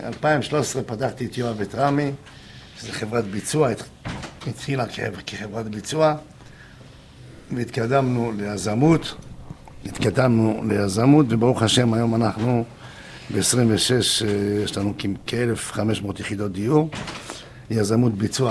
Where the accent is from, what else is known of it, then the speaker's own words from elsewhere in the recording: the south, Israel; אני תמיד קורא להן דירות דרומיות, אצלנו בדרום הדירות הן גדולות, רחבות